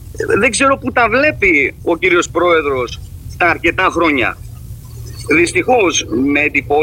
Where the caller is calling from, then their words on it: Kypseli, Crete, Greece; το χωριό μου η Κυψέλη